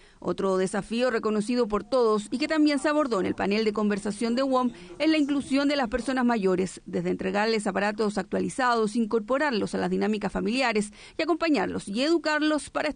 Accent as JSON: {"language": "Spanish", "country": "Chile"}